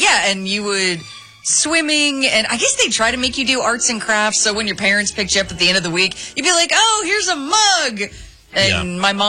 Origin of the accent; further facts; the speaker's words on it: Connecticut, United States; No. I'm from Connecticut.